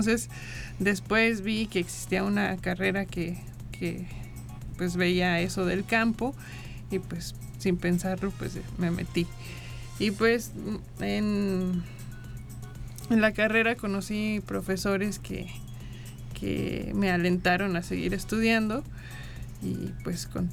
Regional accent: San Luis Potosí, Mexico; soy de aquí de San Luis Potosí

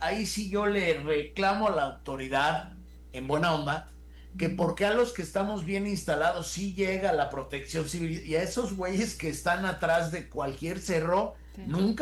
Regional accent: Mexico

